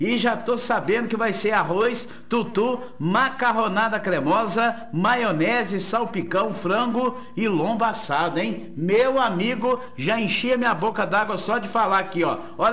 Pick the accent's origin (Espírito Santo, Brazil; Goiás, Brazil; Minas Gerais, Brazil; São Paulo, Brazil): Minas Gerais, Brazil; also born or lived in Belo Horizonte; eu não sou sandumonense, né? Eu sou da capital, sou de Belzonte, isso. Mas tenho a cidade de San Zumon no coração, porque aqui eu fui criado, vim para cá pequeno.